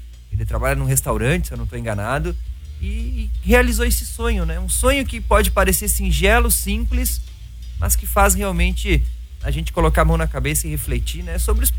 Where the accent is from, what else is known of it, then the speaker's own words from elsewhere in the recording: Rio Grande do Sul, Brazil; nós viemos do Rio Grande do Sul.